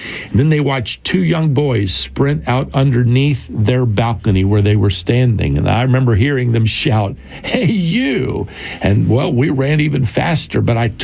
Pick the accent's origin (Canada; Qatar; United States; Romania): United States; which frankly, we can't imagine here in my home country of America.